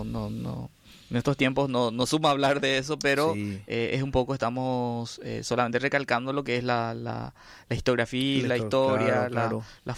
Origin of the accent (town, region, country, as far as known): Paraguay